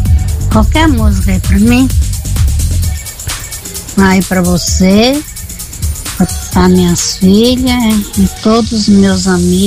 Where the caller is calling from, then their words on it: Brazil